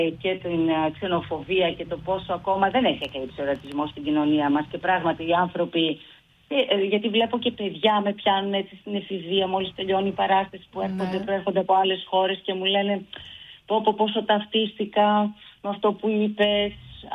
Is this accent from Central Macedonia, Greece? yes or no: yes; Thessaloniki, Central Macedonia, Greece; moved away; Πάντα έχω μεγάλη χαρά όταν παίζω στην πόλη μου